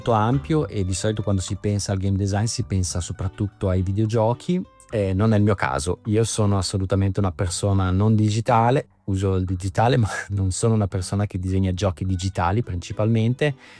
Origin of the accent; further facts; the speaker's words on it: Emilia-Romagna, Italy; also born or lived in New York City; now in Tallahassee, United States; ho 45 anni, sono originario della provincia di Modena e vivo negli Stati Uniti, in questo momento a Tallahassee, Florida. Fino a pochi mesi fa ho vissuto a New York City